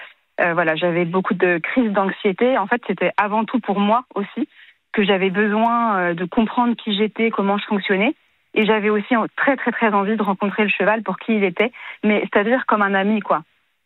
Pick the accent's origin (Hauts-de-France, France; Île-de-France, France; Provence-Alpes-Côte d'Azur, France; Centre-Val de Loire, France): Île-de-France, France; Maisons-Laffitte; J'ai grandi à Maisons-Lafitte, en région parisienne